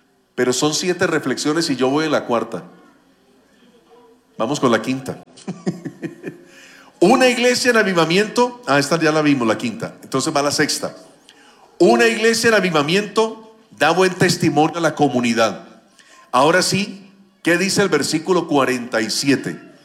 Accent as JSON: {"language": "Spanish", "town": "Cali", "region": "Valle del Cauca", "country": "Colombia", "said": "En la ciudad de donde yo soy, en Cali, Colombia"}